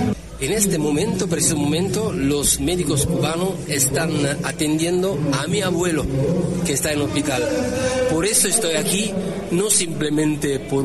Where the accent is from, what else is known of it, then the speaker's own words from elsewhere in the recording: Turin, Piedmont, Italy; Spanish is a second language; yo soy de Turín, de Turino, en Piamonte